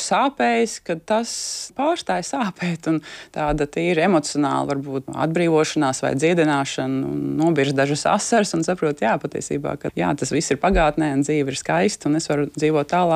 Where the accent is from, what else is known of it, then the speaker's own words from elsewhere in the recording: Riga, Latvia; ko mēs arī kā rīdzinieki reizēm ļoti novērtējam